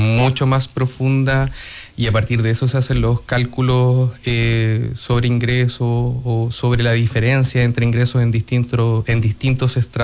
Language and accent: Spanish; Coyhaique, Aysén, Chile; Soy de acá, de Coyhaique